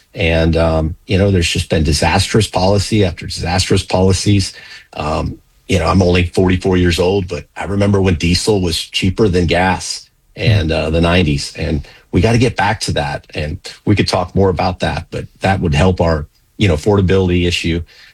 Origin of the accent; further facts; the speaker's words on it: Martin County, Florida, United States; I grew up in Martin County. I'm a son of a Marine. I've got three brothers.